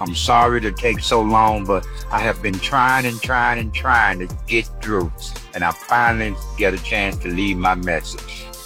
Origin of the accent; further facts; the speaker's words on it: Arkansas, United States; now in Kansas City, United States; I'm originally from Arkansas, but I live in Kansas City, Missouri.